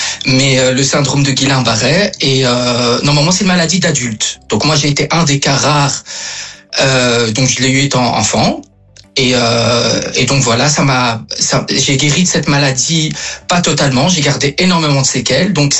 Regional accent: Brussels, Belgium; Alors, je suis de Bruxelles.

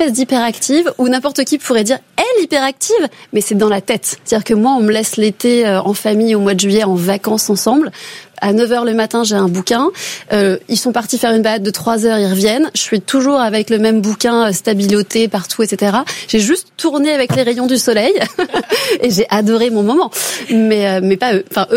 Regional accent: Massy, Île-de-France, France; moi, j'ai grandi à Massy dans une tour HLM qui était grise avec du béton partout.

